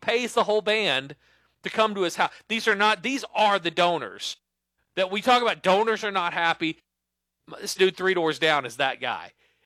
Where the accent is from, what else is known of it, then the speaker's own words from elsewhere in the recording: Oklahoma, United States; Honestly, they just know I'm from Oklahoma.